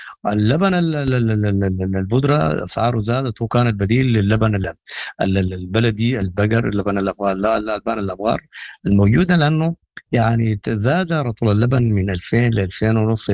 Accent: Sudan

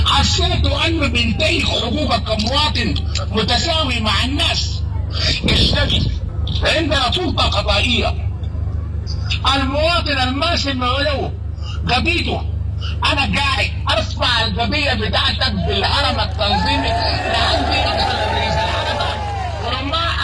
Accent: Sudan; نجي كلنا كسودانيين بقطاعاتنا المختلفة بدياراتنا المختلفة بثقافاتنا المختلفة

